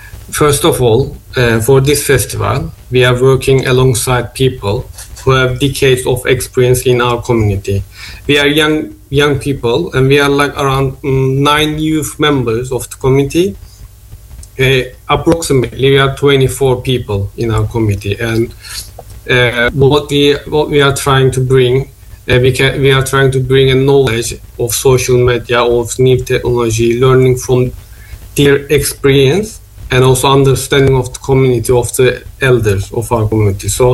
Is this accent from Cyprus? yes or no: yes; Cyprus; now in London, United Kingdom; I'm actually from Cyprus. I was born and grew up in Cyprus, and then I moved to London. And I am living in South London.